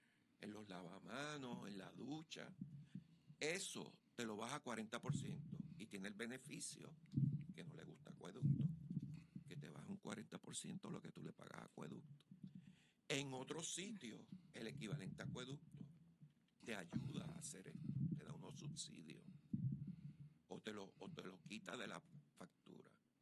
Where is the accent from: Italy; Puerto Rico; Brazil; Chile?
Puerto Rico